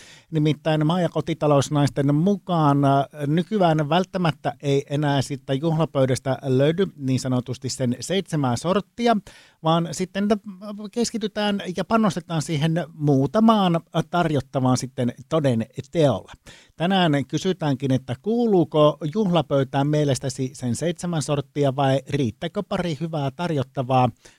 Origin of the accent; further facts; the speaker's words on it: Ostrobothnia, Finland; Ja koska olen pohjalainen, niin Pohjanmaalla ne laitetaan pöytään reilulla otteella